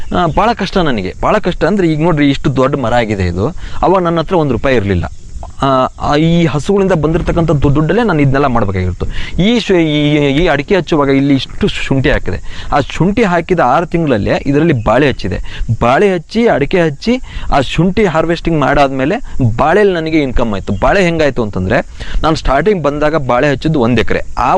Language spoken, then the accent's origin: Kannada; Shikaripura, Karnataka, India; also born or lived in Bengaluru; ನಾನು ಶಿವಮೊಗ್ಗ ಡಿಸ್ಟಿಕ್ ಶಿಕಾರ್ಪುರ್ ತಾಲೂಕು ಸಹಸ್ರವಳ್ಳಿ ಗ್ರಾಮದವರು. ನಂದು ಬಿಕಾಂ ಮುಗಿದ ತಕ್ಷಣ ನಾನು ಬೆಂಗಳೂರಿಗೆ ಹೋದೆ.